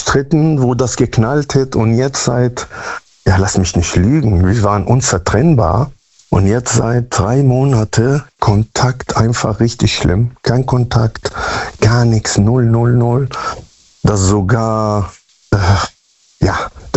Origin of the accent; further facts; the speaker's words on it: Münster, North Rhine-Westphalia, Germany; Münster-Westfalen.